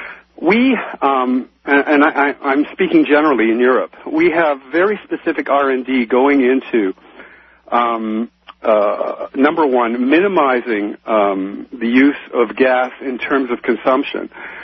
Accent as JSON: {"language": "English", "country": "Canada", "also_born_or_lived": "New York / Los Angeles / Atlanta / London", "said": "I'm a film producer, and I'm a Canadian."}